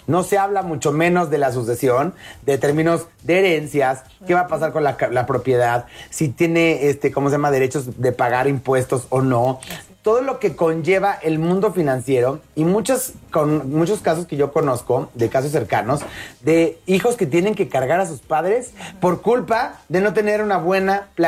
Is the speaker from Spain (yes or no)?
no; Mexico